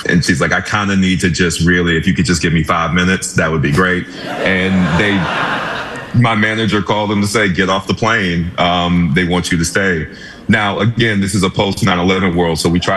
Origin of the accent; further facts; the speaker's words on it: New York, United States; I was from New York, so they flew me to LA to do a screen test.